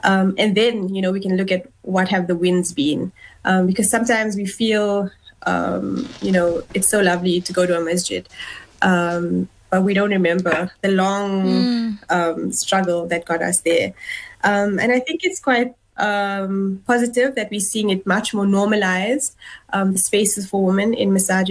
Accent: South Africa; to use my gifts and talents, you know, as a South African, as a Muslim.

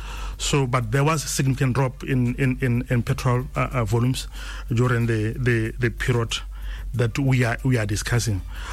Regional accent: Botswana

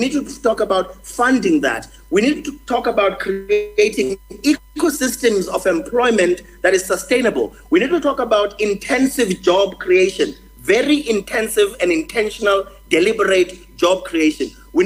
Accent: South Africa; as a South African people

